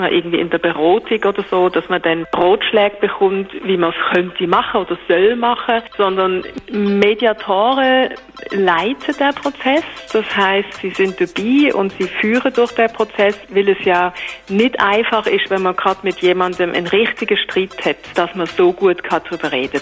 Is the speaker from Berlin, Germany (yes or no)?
no; Leipzig, Saxony, Germany; born there; ich bin geboren in Leipzig, habe dann Soziologie studiert